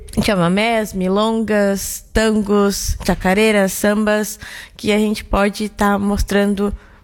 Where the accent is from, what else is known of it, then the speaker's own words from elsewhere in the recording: Brazil; eu faço questão de falar que eu sou muito brasileira, né?